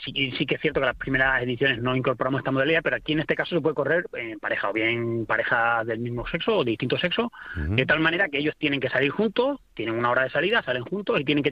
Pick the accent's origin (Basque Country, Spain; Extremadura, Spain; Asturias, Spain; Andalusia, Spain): Extremadura, Spain; Yo soy de Castañar